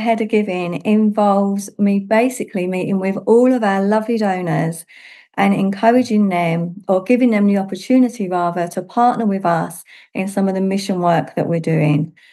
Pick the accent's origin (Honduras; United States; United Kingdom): United Kingdom; London; accent: London; moved away as an adult; now in Oxfordshire, United Kingdom; as someone who used to live in London, as you can probably tell by my accent